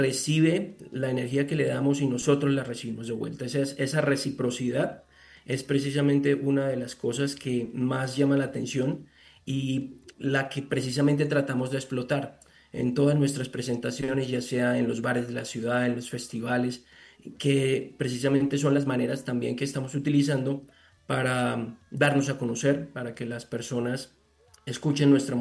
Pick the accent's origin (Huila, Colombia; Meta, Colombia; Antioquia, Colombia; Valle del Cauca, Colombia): Antioquia, Colombia; Medellín; Yo crecí en Medellín en los años 80